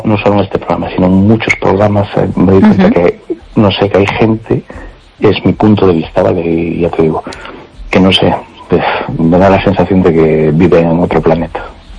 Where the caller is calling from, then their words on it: A Coruña, Galicia, Spain; Hola, buenas noches … de Coruña.